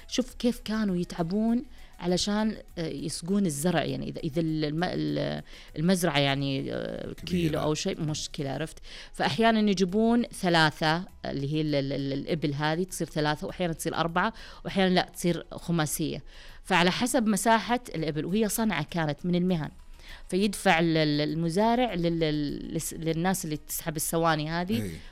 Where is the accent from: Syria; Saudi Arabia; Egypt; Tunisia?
Saudi Arabia; عندنا في المملكة العربية السعودية الجميلة واللي نعتز أكيد فيها